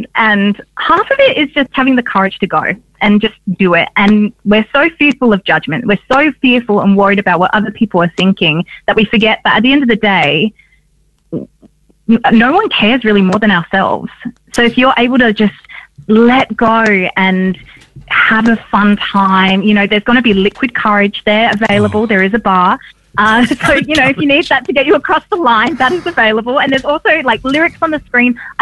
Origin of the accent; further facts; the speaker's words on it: Adelaide, South Australia, Australia; No shade to Adelaide. I do love my hometown, but, you know, Melbourne's got the goods.